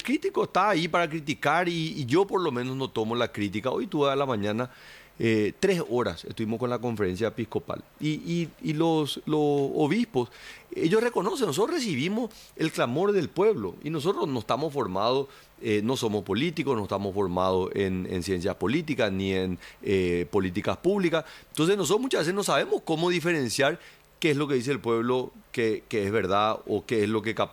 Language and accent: Spanish; Paraguay; entre nosotros, los paraguayos, somos muy críticos entre nosotros